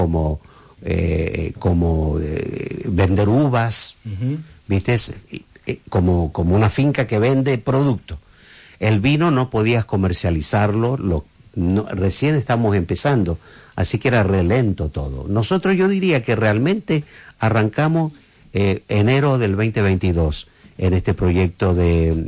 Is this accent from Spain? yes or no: no; Argentina; Soy argentino